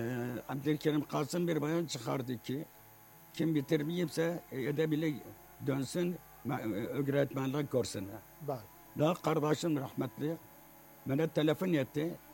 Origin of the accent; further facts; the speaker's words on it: Tuz Khurmatu, Saladin Governorate, Iraq; Ettikten sonra tabii Duz'da ilkokula girdim 1943.